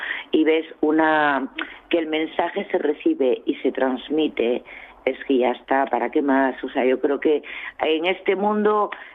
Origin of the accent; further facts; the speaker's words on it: Oviedo, Asturias, Spain; also born or lived in Quirós; Yo soy hasta sexta generación de Quirós, pero por circunstancias, llámese años 70, nací en Oviedo, ya sabes, inmigración, cambio de ciudad, etcétera, etcétera, ¿no? Me crié en Oviedo